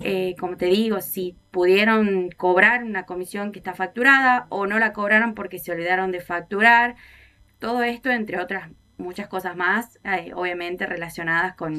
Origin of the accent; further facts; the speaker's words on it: Tucumán, Argentina; Sí, así es, Tucumán.